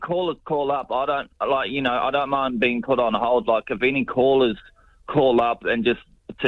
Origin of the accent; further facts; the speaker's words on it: Queensland, Australia; moved away; I'm originally from Queensland, and the rest of my whole entire family are from New South Wales.